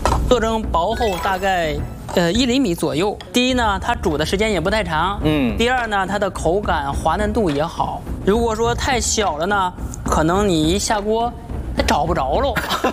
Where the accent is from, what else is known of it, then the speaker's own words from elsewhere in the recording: Beijing, China; 我们北京这边都是烫面居多